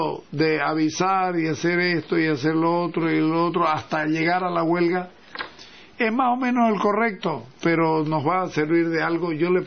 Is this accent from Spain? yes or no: no; Bolivia; sí somos los bolivianos